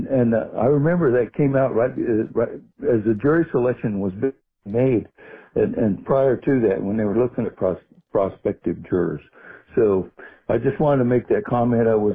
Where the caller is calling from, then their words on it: San Antonio, Texas, United States; Yes, Jack … I'm from San Antonio.